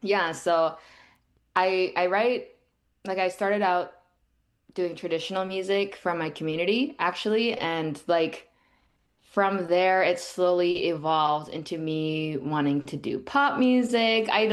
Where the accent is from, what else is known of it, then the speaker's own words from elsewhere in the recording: Six Nations, Ontario, Canada; now in Toronto, Canada; I grew up in Six Nations, which is a reserve about like 2 hours out of Toronto. I'm currently based out of Toronto.